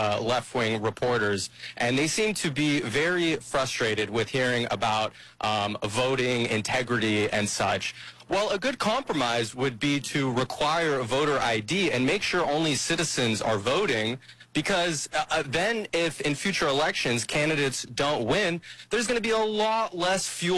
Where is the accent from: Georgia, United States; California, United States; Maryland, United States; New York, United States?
California, United States; Los Angeles; I am from, to add a personal note to this, I am from Los Angeles, so I'm well aware how the California voting system has worked